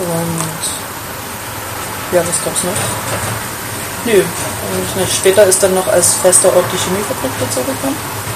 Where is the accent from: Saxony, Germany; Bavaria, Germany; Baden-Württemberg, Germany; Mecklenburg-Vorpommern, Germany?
Saxony, Germany; Dresden; Ich komme aus Dresden. Bin hier aufgewachsen. Bin jetzt 29 Jahre alt.